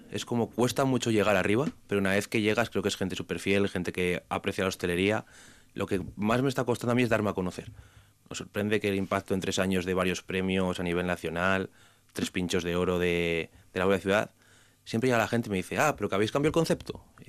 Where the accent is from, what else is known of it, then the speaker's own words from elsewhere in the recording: Zamora, Castile and León, Spain; moved away; Yo vengo de Zamora por cuestión de trabajo de mis padres